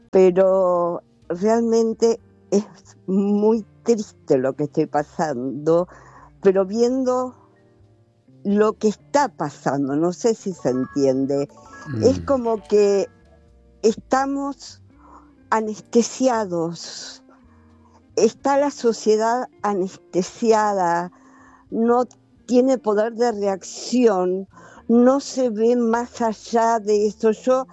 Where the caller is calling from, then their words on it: Berisso, Buenos Aires Province, Argentina; Yo soy de Berisso y también muchos locales se cierran, tengo cerca La Plata.